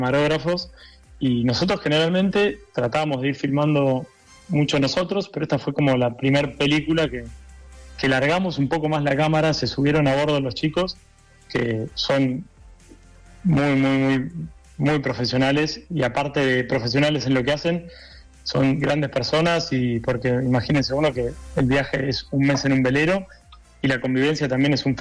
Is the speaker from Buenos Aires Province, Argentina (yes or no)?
yes; Buenos Aires Province, Argentina; Somos de la costa de Buenos Aires.